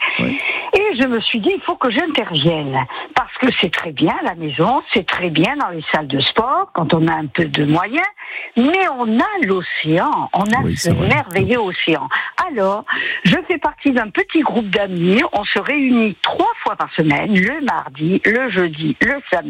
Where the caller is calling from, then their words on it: Ciboure, Nouvelle-Aquitaine, France; Je vous appelle de Cibourg.